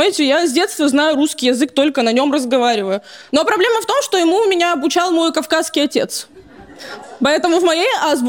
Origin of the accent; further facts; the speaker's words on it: Russia; first language Russian; я азербайджанка по национальности, но всю жизнь живу в России, в русской культуре.